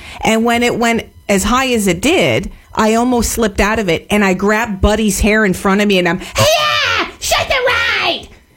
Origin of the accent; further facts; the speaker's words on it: Edmonton, Alberta, Canada; I'm from Edmonton